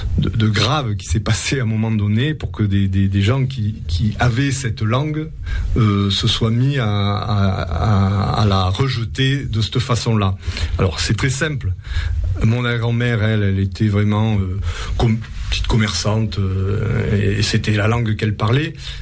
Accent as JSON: {"language": "French", "region": "Nouvelle-Aquitaine", "country": "France", "said": "Moi, je suis pas d'ici, moi, je suis pas de Toulouse. J'espère que les auditeurs m'en excuseront, mais je suis plutôt de la région bordelaise."}